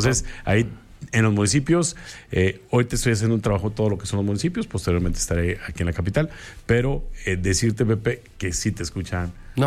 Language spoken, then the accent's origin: Spanish; Mexico; es una sospecha que todos como mexicanos tenemos